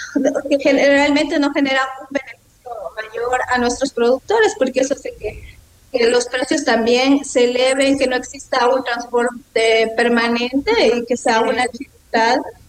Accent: Espíndola, Loja, Ecuador; yo soy de Espíndola.

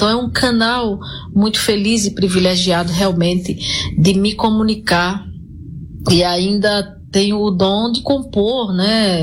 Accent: Brazil

